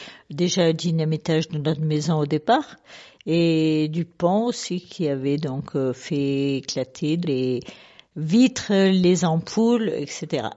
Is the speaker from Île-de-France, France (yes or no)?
no; Savines-le-Lac, Provence-Alpes-Côte d'Azur, France; née en 52 et ayant connu Savine sans le lac. J'ai grandi à Savine et j'ai passé ma scolarité à Savine.